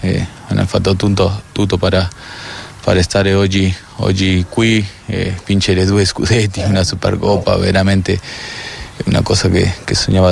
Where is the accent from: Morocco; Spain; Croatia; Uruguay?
Uruguay; Italian is a second language; No, certo che l'abbiamo nella sangue quel tipo di garra